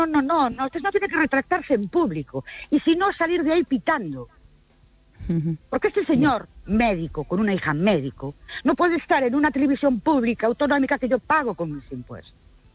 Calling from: Ourense, Galicia, Spain

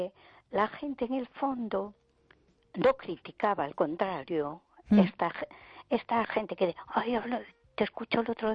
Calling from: A Coruña, Galicia, Spain; de Coruña.

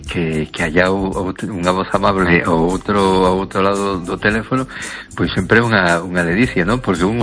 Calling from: A Coruña, Galicia, Spain; de Coruña. ¿Qué tal estamos?

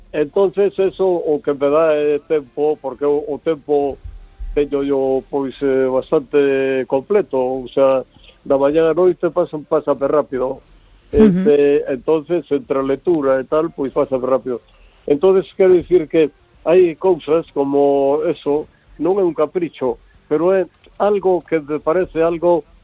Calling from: Vigo, Galicia, Spain

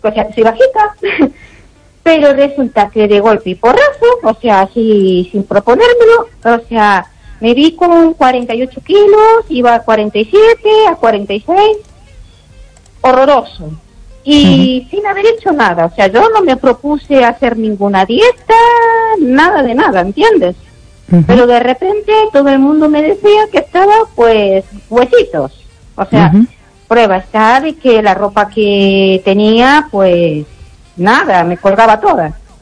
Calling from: Ourense, Galicia, Spain; Hola, bueno … aquí de Orense

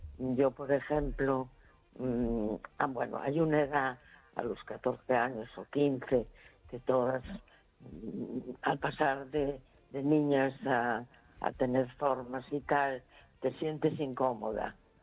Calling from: A Coruña, Galicia, Spain; de La Coruña.

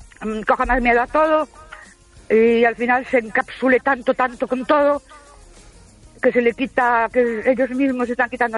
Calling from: Ourense, Galicia, Spain; de Ourense.

